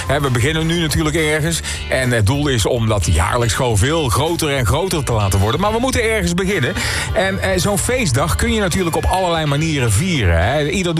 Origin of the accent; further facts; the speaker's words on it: North Brabant, Netherlands; Want we zijn gewoon Brabanders. En daar zijn we hartstikke trots op.